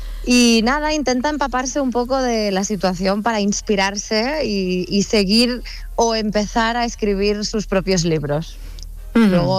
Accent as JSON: {"language": "Spanish", "town": "Baza", "region": "Andalusia", "country": "Spain", "tie": "born there", "said": "Yo nací en Granada, en Baza."}